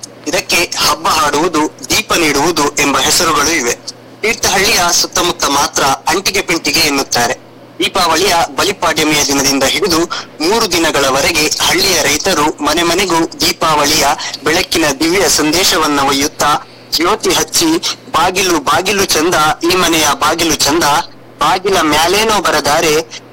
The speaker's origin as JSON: {"language": "Kannada", "town": "Kalasa", "region": "Karnataka", "country": "India", "said": "ನಮ್ದು ಇಲ್ಲೇ ಹತ್ರ ಕಳಸ ಸರ್."}